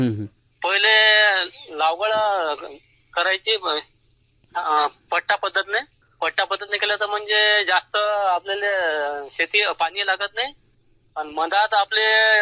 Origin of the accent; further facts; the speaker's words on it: Alegaon, Maharashtra, India; माझं गाव अकोला जिल्ह्यात आहे, पातूर तालुका आलेगाव म्हणून.